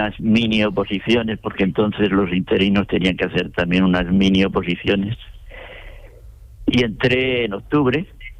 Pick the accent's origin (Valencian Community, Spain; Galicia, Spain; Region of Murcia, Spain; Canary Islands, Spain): Region of Murcia, Spain; Águilas; moved away; also born or lived in Linares; Allí en Águilas, en mi pueblo.